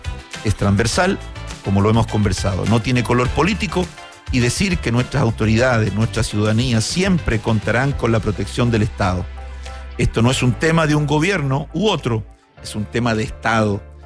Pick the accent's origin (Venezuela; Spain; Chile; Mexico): Chile; soy chileno